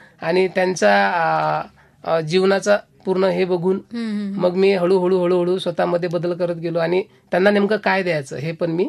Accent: Akola, Maharashtra, India; नाही नाही, मी तसा मूळचा अकोला जिल्ह्याचा.

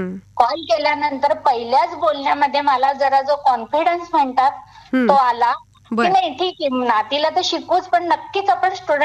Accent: Akola, Maharashtra, India; born or raised there; also born or lived in Mumbai

